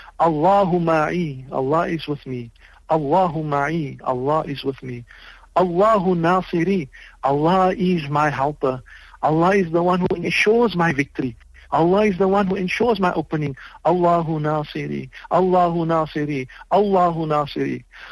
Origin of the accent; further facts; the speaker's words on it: Cape Town, Western Cape, South Africa; I come from a home of simplicity. I come from Athlone, where our parents did what they had to do to make sure we could get our decent education.